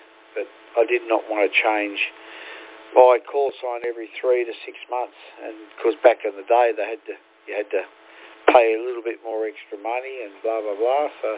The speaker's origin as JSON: {"language": "English", "region": "New South Wales", "country": "Australia", "moved": "as an adult", "lives_now": "Cloncurry, Australia", "said": "So, I'm originally from New South Wales, northern New South Wales."}